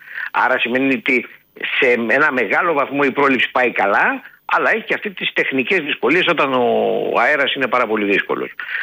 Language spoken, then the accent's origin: Greek; Greece; σαν Έλληνες πολίτες